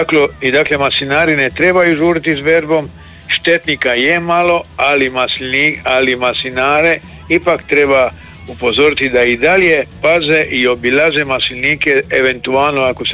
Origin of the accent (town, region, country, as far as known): Dalmatia, Croatia